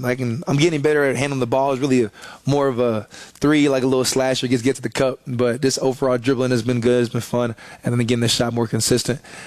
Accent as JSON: {"language": "English", "town": "Crandall", "region": "Texas", "country": "United States", "tie": "born or raised there", "said": "Yeah, so Crandall, Texas is about 25 minutes east of downtown Dallas. And it's a smaller town. It's growing now, but it's a smaller town."}